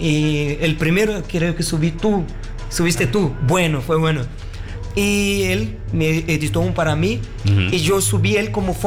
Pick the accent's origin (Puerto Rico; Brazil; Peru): Brazil; yo como brasileño tengo las responsabilidades de la cara